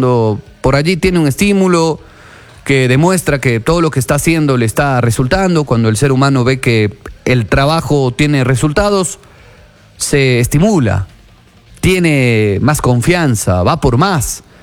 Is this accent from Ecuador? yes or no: yes; Ecuador